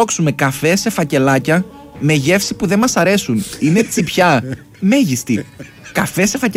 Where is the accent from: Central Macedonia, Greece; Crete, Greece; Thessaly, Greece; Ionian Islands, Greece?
Crete, Greece; είμαι από την Κρήτη